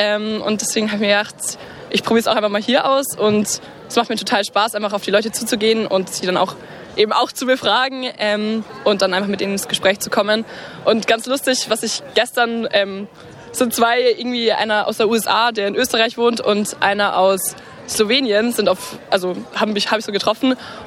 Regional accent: Bavaria, Germany; ich komme aus der Nähe von Regensburg und ich bin hier im Social Media Team.

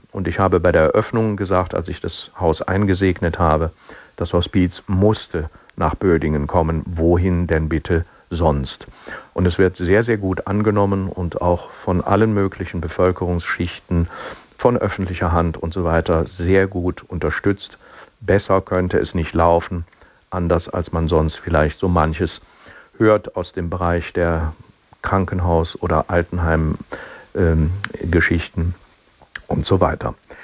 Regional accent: Rhineland, Germany; accent: Rhenish; Ich sage es mal rheinisch, ich bin ja Rheinländer.

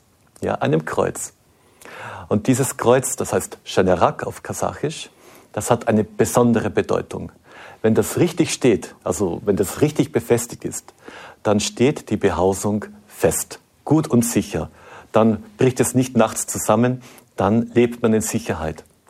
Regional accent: Austria; moved away as an adult; now in Kazakhstan; ich komme aus Österreich

